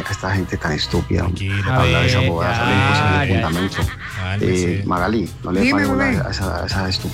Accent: Venezuela; Yo soy venezolano

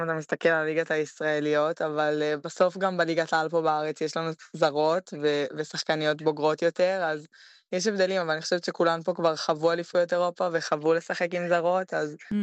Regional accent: Kfar Saba, Central District, Israel; אני בת 18, וגדלתי בכפר סבא

